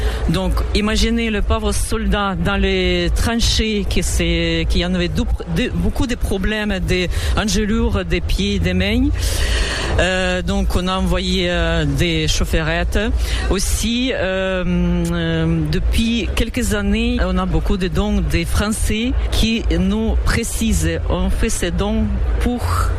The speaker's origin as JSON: {"language": "French", "region": "Lviv Oblast", "country": "Ukraine", "second_language": "French", "moved": "as an adult", "lives_now": "France", "said": "je suis depuis déjà 30 ans en France et je viens des côtés de Lviv. C'est à 80 km de la frontière polonaise, donc on est à l'ouest d'Ukraine."}